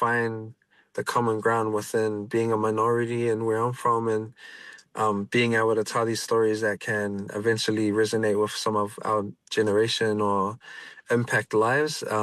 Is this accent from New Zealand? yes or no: yes; Auckland, New Zealand; I'm from Avondale, which is like west of Auckland. And people would argue that it's central, but if you're from Avondale, you know it's West Auckland.